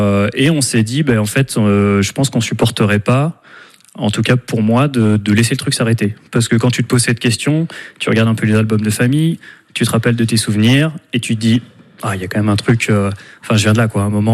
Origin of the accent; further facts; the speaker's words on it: Beaune, Bourgogne-Franche-Comté, France; Tu es devant la maison où j'ai grandi. Hein. Moi, je suis né